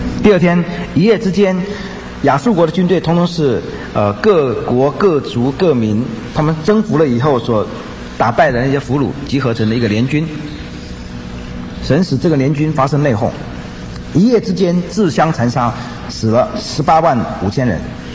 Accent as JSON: {"language": "Chinese", "country": "China", "said": "我们中国人很多都是多神论的"}